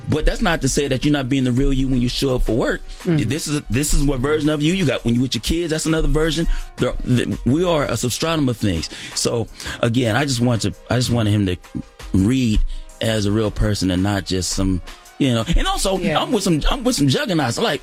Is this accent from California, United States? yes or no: yes; Los Angeles, California, United States; L.A. I'm from South Central L.A.